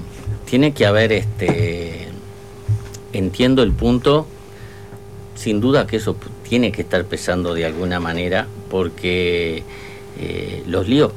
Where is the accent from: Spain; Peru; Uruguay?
Uruguay